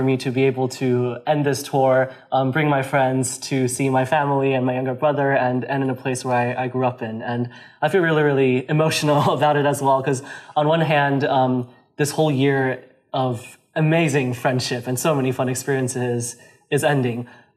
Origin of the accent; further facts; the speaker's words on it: China; I'm from China. I grew up here.